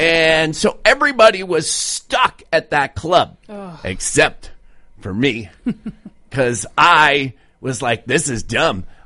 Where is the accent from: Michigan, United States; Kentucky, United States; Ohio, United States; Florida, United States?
Michigan, United States; Traverse City; as soon as I mentioned I was from Traverse City, he goes, do you know Kenny Olsen?